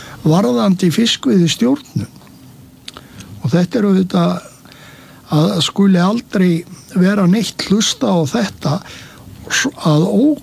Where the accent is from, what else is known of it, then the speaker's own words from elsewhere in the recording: Sandgerði, Southern Peninsula, Iceland; við erum úr Sandgerði en við fórum á þessa staði til að fiska löndum stundum í Þorlákshöfn og stundum í Vestmanneyjum